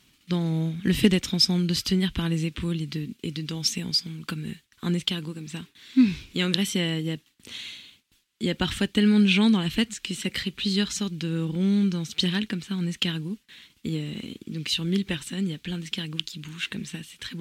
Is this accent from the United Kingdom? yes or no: no; France; je chante en grec, parce que j'ai grandi en France, mais l'âme de ma voix, j'ai l'impression qu'elle est grecque.